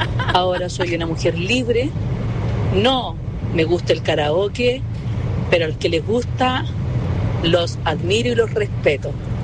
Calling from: Santiago, Santiago Metropolitan Region, Chile; estoy llamando de Santiago, de la comuna de Ñuñoa.

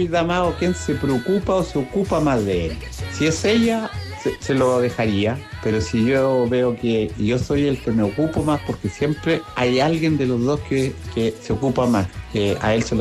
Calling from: Angol, Araucanía, Chile; de Angol.

